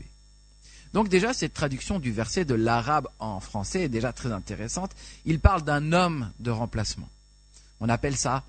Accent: Lyon, Auvergne-Rhône-Alpes, France; je viens de Lyon, en France.

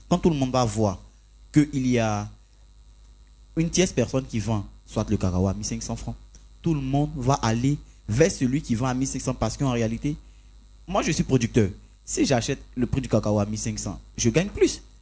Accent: Côte d’Ivoire; chez nous, en Côte d'Ivoire

